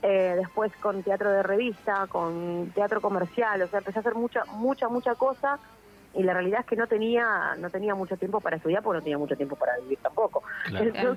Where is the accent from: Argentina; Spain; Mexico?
Argentina; yo crecí en el Evita en la época en la que el Evita tenía los canteros, que eran un basural, y pasaba el tren. Yo tengo 38 años, chicos, no soy tan jovencita. Entonces, crecí en un barrio...